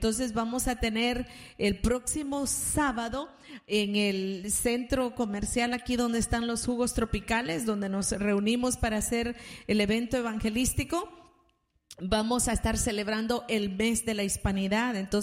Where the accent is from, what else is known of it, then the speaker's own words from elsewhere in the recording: El Salvador; now in United States; La hermana Araceli y yo y mi mamá somos de El Salvador.